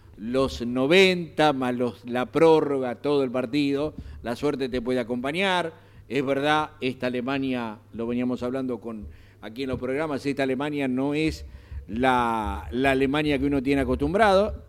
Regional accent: Santa Fe Province, Santa Fe, Argentina; nosotros como santafesinos

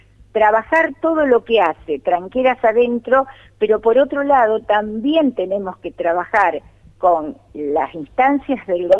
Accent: Sarmiento, Santa Fe, Argentina; yo soy de Sarmiento

